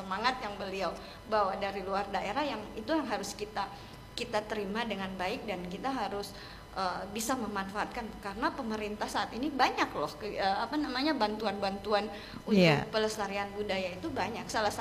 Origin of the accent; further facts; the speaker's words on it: Gorontalo, Indonesia; kami orang Gorontalo didatangi orang luar daerah